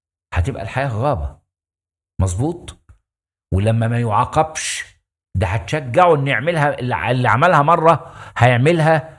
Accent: Egypt

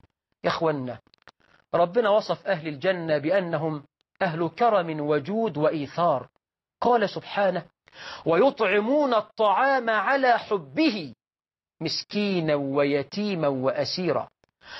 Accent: Egypt

